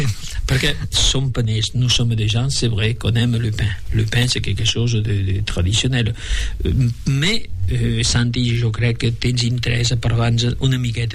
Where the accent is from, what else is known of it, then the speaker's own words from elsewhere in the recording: Aragon, Spain; jo que sóc de la Franja de Ponent, sí.